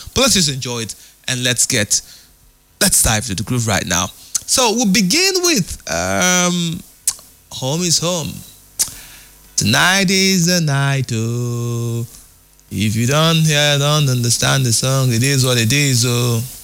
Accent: Port Harcourt, Rivers, Nigeria; I'm from Port Harcourt, I'm from River State, and I'm very, very proud of it.

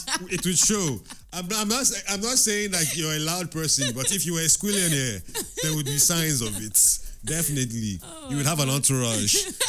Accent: Nigeria; Like I said, I'm Nigerian.

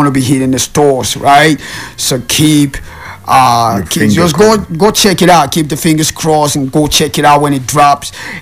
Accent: Nigeria

